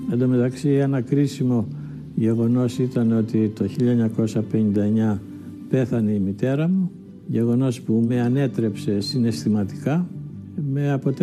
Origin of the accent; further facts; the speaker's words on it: Kato Achaia, Western Greece, Greece; born there; also born or lived in Patras; Μόλις πλέον κηρύχτηκε κανονικά ο πόλεμος, μεταφερθήκαμε στο πατρικό της μητέρας μου, στην Κάτω Αχαγιά. Εκεί μεγάλωσα, εκεί πήγα δημοτικό σχολείο και μετά στο γυμνάσιο γύρισα στην Πάτρα